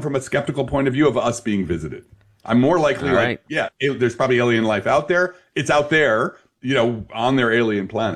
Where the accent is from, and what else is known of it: Belleville, New Jersey, United States